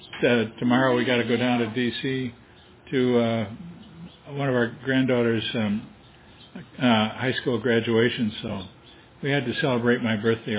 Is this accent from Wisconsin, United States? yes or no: yes; Wisconsin, United States; now in Easton, Pennsylvania, United States; Well, I grew up in Wisconsin, which was very nice growing up. But we've been here in Pennsylvania for 50 years, so we're almost natives.